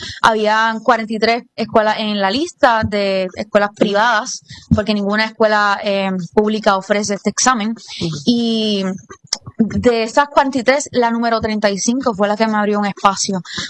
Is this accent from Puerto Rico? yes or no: yes; Puerto Rico; pues solicitar a Estados Unidos siendo un estudiante puertorriqueño es bien complicado, y más siendo estudiante de escuela pública.